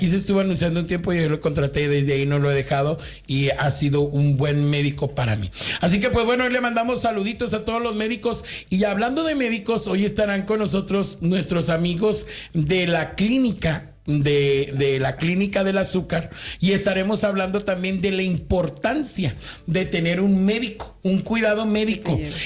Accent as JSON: {"language": "Spanish", "town": "San Antonio", "region": "Texas", "country": "United States", "said": "nos emocionó porque somos de San Antonio, porque somos de esta tierra."}